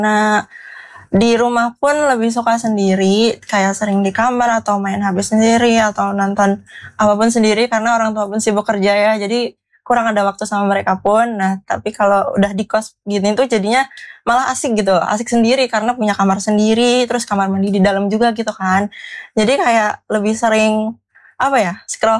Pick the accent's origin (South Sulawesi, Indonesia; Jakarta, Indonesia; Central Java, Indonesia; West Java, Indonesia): Central Java, Indonesia; Klaten; moved away as an adult; karena aku bukan orang sini ya. Aku tuh orang Klaten dan kuliah di sini.